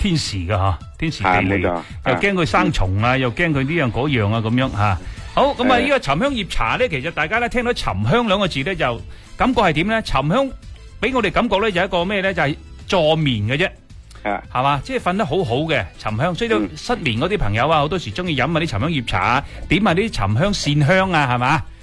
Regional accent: Guangdong, China; 但系我哋广东人就唔讲白木香嘅，

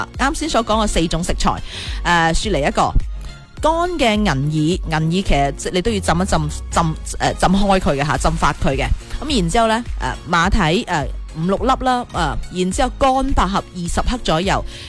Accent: Guangdong, China; 我哋广东人

